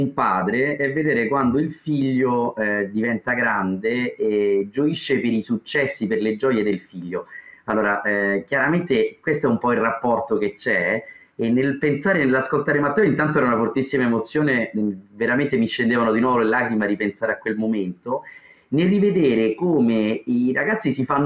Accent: Rome, Lazio, Italy; noi da romani

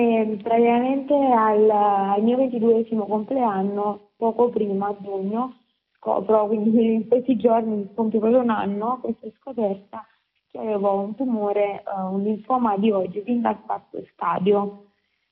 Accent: Campania, Italy; la mia terra è la terra dei fuochi, la terra dei morti.

